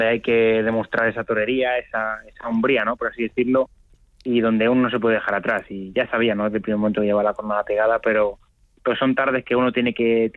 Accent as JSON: {"language": "Spanish", "region": "Catalonia", "country": "Spain", "said": "Pisar esa plaza con tanta gente catalana y rodeado de banderas de Cataluña, y sentirme como mi tierra."}